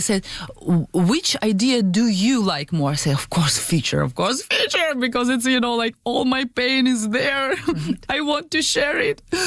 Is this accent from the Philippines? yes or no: no; Ukraine; now in Canada; A little bit based on my own story as well, because I came from Ukraine as well, but I'm not an actress. And of course, as a newcomer, I faced all the challenges that usually face every single newcomer.